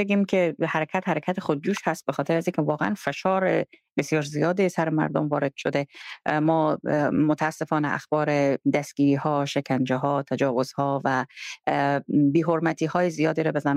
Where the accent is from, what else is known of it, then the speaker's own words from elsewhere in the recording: Herat, Afghanistan; moved away; ما خودم چون بزرگ شده هرات هستم، در هرات همونجا 20 سال حداقل کار کردیم، زندگی کردیم،